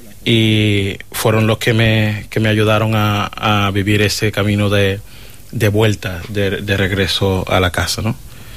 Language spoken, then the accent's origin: Spanish; Mindelo, São Vicente, Cape Verde; moved away as an adult; now in Seville, Spain; soy de Cabo Verde y de la diócesis de Mindelo.